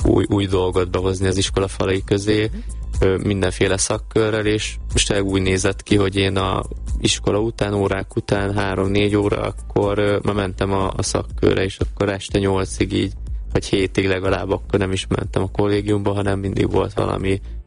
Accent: Baranya, Hungary; tehát ugye én is ugye vidéki vagyok, Pécs mellől jöttem

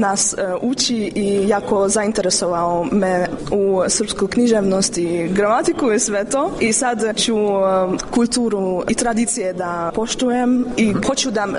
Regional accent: Szeged, Csongrád-Csanád, Hungary; born there; Serbian is a second language; now in Budapest, Hungary; Jako volim srpsku kulturu, ja sam rođena u Segedinu. Blizu je, naravno, Srbija i mi tamo proveli puno leta, raspusta i imamo tamo drugari.

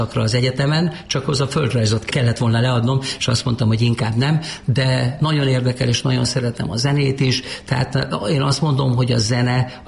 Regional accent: Máza, Baranya, Hungary; Egy kis baranyai faluban, Mázán nőttem föl, de azt mondom, hogy még ez is egy kis túlzás, mert Mázán az erdőszélen laktunk.

